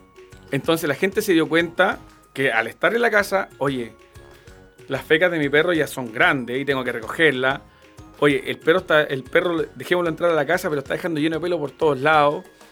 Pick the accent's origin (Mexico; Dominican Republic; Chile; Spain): Chile; Cunco, Araucanía; born or raised there